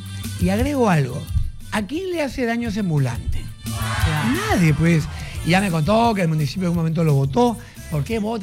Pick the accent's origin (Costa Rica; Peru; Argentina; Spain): Peru; Es que en el Perú lo usamos de varias maneras, ¿no?